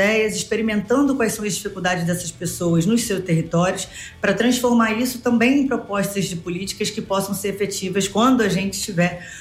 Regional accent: Maré, Rio de Janeiro, Brazil; Eu sou nascida e criada na Maré. A minha mãe, a minha família, hoje ainda vivem na Maré.

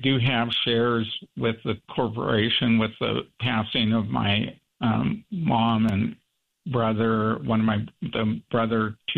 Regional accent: Wrangell, Alaska, United States; And, you know, I grew up in Wrangell.

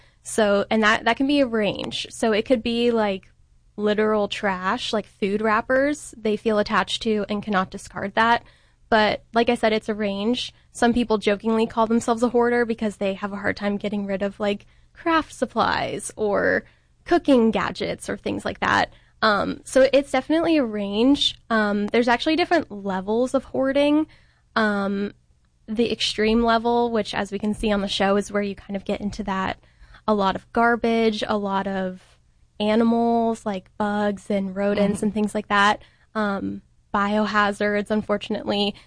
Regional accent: Cincinnati, Ohio, United States; So I grew up in Cincinnati. So my family is there.

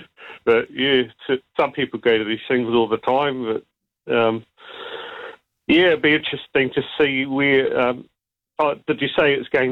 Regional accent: New Zealand; one good thing about being a Kiwi is going to events like that.

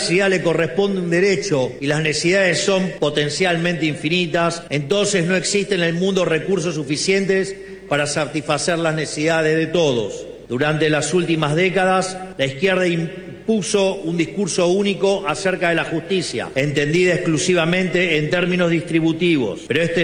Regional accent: Argentina; Y porque como en Argentina hemos aprendido por las malas, el que reparte se queda con la mejor parte.

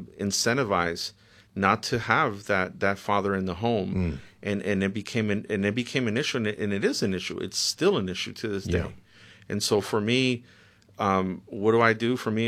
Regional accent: Los Angeles, California, United States; going back to Watts after so many years of not being there, I mean, I was gone from Watts, although I was still affiliated as a gang member when I was younger, you know, in my 20s. I'm 54 now.

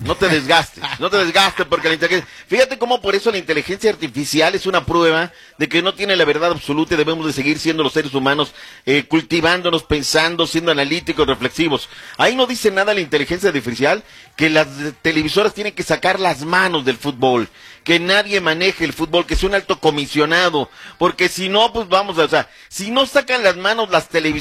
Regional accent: Mexico; now in Chicago, United States; Yo soy indio patarrajada, nopal en la frente

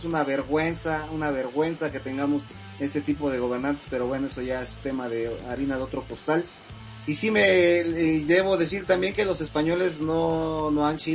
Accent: Mexico; por supuesto que la mayoría de los mexicanos nos da lo mismo Argentina

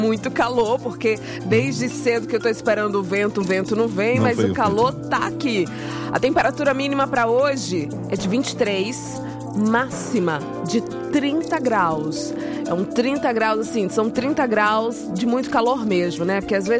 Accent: Northeast Region, Brazil; Somos nordestinos, temos força, garra, posicionamento, temos resiliência.

